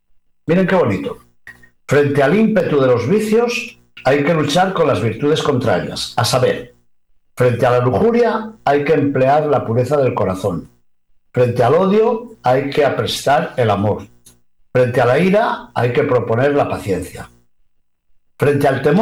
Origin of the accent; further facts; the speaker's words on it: León, Castile and León, Spain; cuyos restos guardamos celosamente en la basílica de su nombre en mi ciudad natal de León.